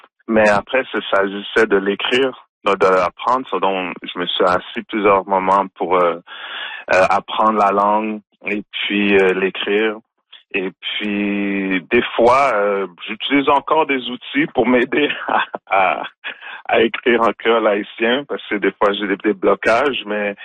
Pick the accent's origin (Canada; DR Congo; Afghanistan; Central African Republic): Canada; Montreal, Quebec; born there; also born or lived in Haiti; moi, quand je suis né à Montréal, par exemple, d'Haïti, puis j'ai appris le créole au Québec. Donc, créole haïtien, je l'ai appris au Québec. Donc, j'ai pas appris en Haïti.